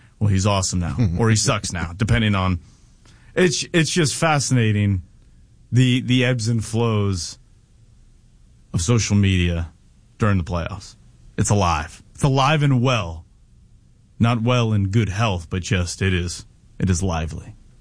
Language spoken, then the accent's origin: English; California, United States; moved away; I'm from Southern California. I've been to plenty of Anaheim Ducks games.